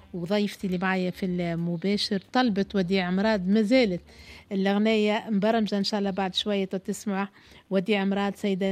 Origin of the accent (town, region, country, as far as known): Tunisia